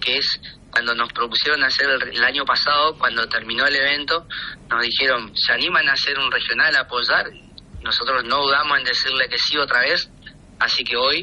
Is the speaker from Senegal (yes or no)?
no; Argentina; es un orgullo para nosotros como argentinos